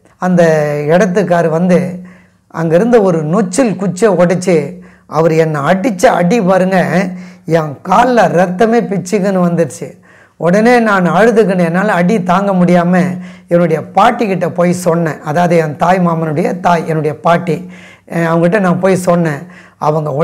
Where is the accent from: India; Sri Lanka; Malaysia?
India; Nedungundram, Tamil Nadu; also born or lived in Perumbakkam; நெடுங்குன்றம், வண்டலூர் ஜூவுக்கு பக்கத்தில் நெடுங்குன்றம் என்ற கிராமம் தான் என்னுடைய சொந்த ஊர். அந்த சொந்த ஊருக்கு நாங்கள் வந்துட்டோம். ஆனால் எங்களுடைய குடும்பம் ஒரு பாரம்பரியமான கத்தோலிக்க திருச்சபையை சார்ந்த ஒரு குடும்பம்.